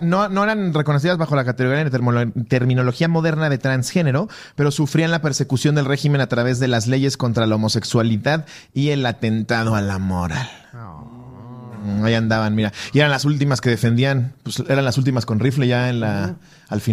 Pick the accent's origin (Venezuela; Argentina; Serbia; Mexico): Mexico; Yo como mexicano, con un oaxaqueño al lado representando